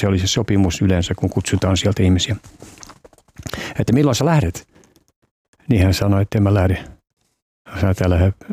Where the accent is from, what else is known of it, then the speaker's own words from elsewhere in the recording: Canada; koska mä oon kasvanut englanninkielisessä maailmassa Kanadassa